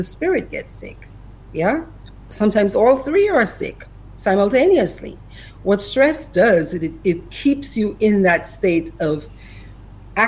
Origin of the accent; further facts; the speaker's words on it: Cottage, Saint John, Dominica; moved away as an adult; also born or lived in Portsmouth, Dominica; now in Georgia, United States; I am Dominica. I'm every little bit of Dominica, yeah? Mm-hmm. I was born in Cottage. I'm a Jean Cottage.